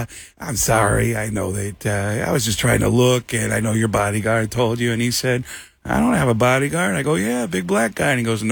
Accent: Bronx, New York, United States; Oh, and I grew up in the Bronx. And I've said this before, but it's true. Everybody in the Bronx sounds like Tracy Morgan.

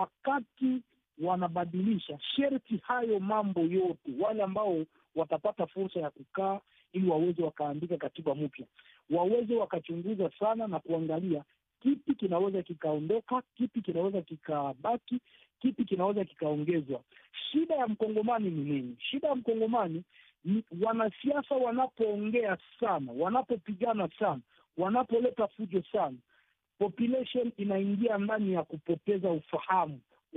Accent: DR Congo; kwangu binafsi kama mkongomani

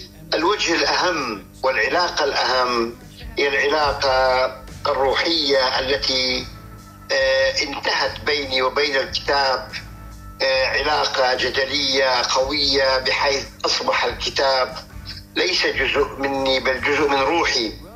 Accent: Iraq; عراقي من مواليد العراق 1955, وخريج آداب لغة عربية.

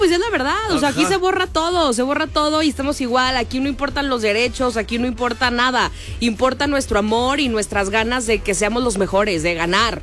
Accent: Mexico; Claro, somos mexicanos, eso somos.

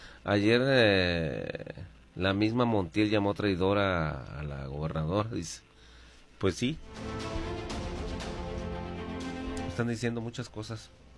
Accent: Mexico

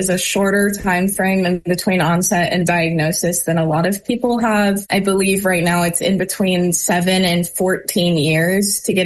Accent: Midwest, United States; now in Seattle, United States; I grew up in the Midwest.

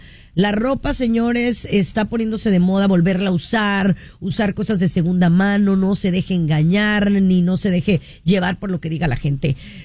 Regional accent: Mexico; como latino, como mexicano

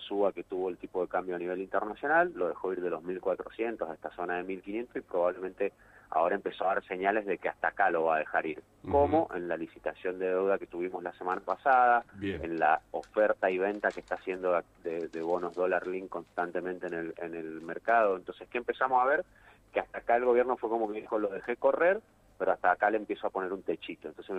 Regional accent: Argentina; que eso es lo que también tenemos que entender como argentinos.

